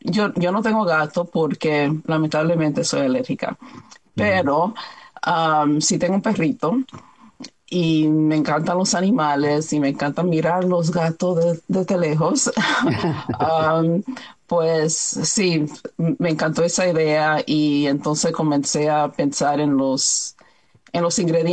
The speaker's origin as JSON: {"language": "Spanish", "region": "New York", "country": "United States", "tie": "born or raised there", "said": "Y yo soy dominicana, yo soy nacida y criada en el vecindario de Washington Heights, en Nueva York."}